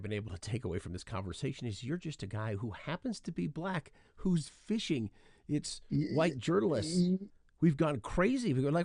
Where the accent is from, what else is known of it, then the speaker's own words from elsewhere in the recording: Colorado, United States; Well, I grew up in Colorado and we were always just bait fishing for trout for food.